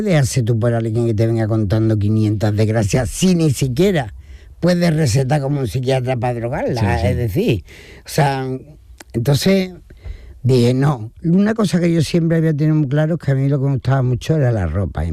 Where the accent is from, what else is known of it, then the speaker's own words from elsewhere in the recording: Seville, Andalusia, Spain; also born or lived in Antequera; Y nos vinimos para acá, con lo cual yo desde que tengo un año vivo en Sevilla, me considero más sevillana